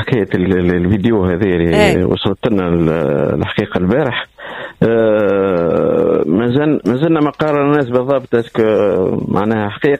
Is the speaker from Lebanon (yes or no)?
no; Tunisia